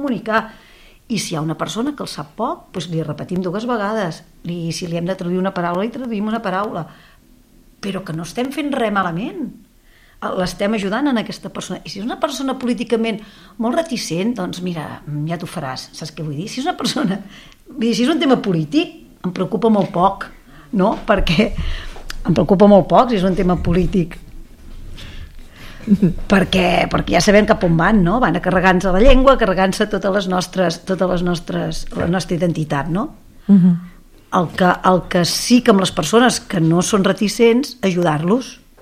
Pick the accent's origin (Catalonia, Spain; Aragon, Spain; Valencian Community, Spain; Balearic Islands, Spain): Catalonia, Spain; som catalans que volem viure en català i ja està.